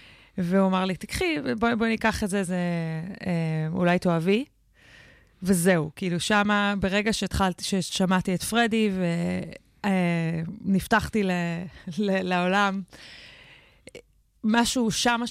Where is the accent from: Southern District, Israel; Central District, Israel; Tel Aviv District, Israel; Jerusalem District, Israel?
Jerusalem District, Israel; Jerusalem; born there; נולדתי בירושלים. ההורים שלי התגרשו כשהייתי קטנה, ואימא שלי עברה, עברנו די הרבה בארץ אחרי הגירושים, אז לא גדלתי. מה שנקרא, אני ירושלמית, אבל לא ממש